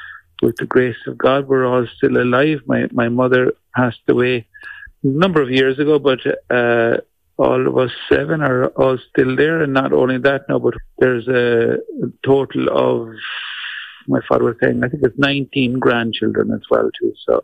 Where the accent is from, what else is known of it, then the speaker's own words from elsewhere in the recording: Ballineen, Munster, Ireland; I was born in the last millennia now, this stage, but I was born into a family with a family farm about an hour west of Cork City. It's a little village called Ballinene.